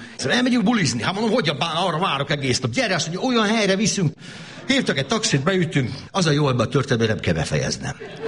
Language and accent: Hungarian; Esztergom, Komárom-Esztergom, Hungary; born there; also born or lived in Zalaegerszeg / Kecskemét; now in Miskolc, Hungary; én ugye Esztergomban születtem, az egy jóval kisebb város, mint Miskolc, aztán utána Zalaegerszegen, Kecskeméten dolgoztam, azok már viszonylag nagyobb városok, de még mindig nem akkorák, mint Miskolc